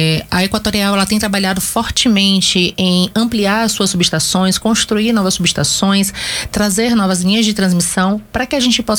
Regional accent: Bahia, Brazil; born there; moved away as an adult; now in Goiás, Brazil; Morei muitos anos lá, morei maior parte da minha vida na Bahia, gosto bastante de lá.

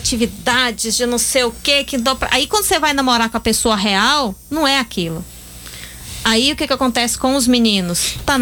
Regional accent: São Luís, Maranhão, Brazil; born there; also born or lived in Fortaleza / Goiânia; Então eu sou nasci em São Luís, morei em Fortaleza, de Fortaleza.

